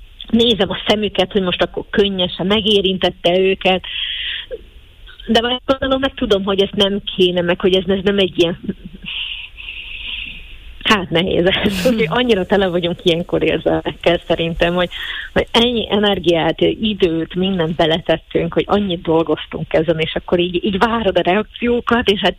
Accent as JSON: {"language": "Hungarian", "town": "Šamorín", "region": "Trnava Region", "country": "Slovakia", "tie": "born or raised there", "moved": "yes", "said": "Somorján játszani a kultúrházba, a szülővárosomban, abban a VMK-ban, ahol gyerekként is sokszor felléptem"}